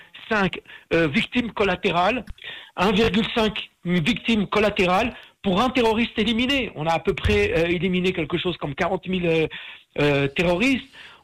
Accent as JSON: {"language": "French", "town": "Tlemcen", "region": "Tlemcen Province", "country": "Algeria", "tie": "born there", "said": "moi je suis né à Tlemcen, je fais partie de la dernière génération de jeunes juifs qui sont nés à Tlemcen."}